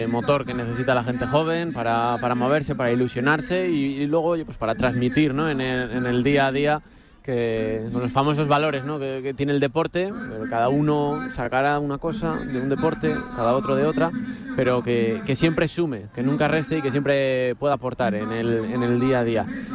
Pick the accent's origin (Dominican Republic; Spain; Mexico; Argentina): Spain; ¿Qué tal somos los españoles? Vamos a vendernos bien.